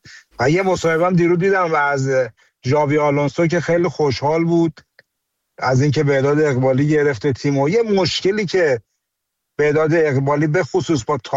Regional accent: Iran; به عنوان یه ایرانی میتونم بگم دوم ایرانی میلیاردر و پولدار دنیا باشه.

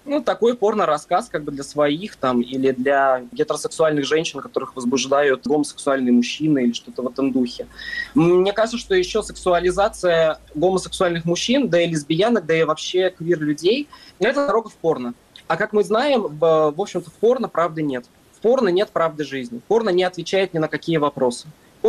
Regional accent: Russia; moved away as an adult; now in Germany; Я уехал из России 3 января этого года, и поэтому я в Германии уже 7-й месяц.

